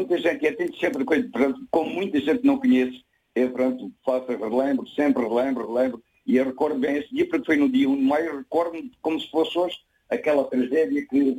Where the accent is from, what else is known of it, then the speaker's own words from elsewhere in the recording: Almodôvar, Alentejo, Portugal; born there; nasci mesmo em Almodóvar.